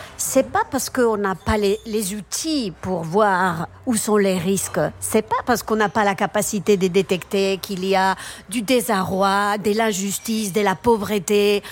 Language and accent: French; Basque Country, Spain; Oui, fièrement basque.